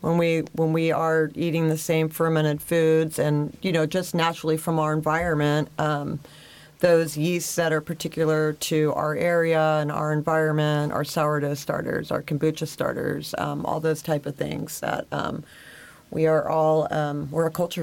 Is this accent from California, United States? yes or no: yes; East Bay, California, United States; now in Humboldt County, United States; I'm part-time in the Bay Area. That's where I grew up in the East Bay.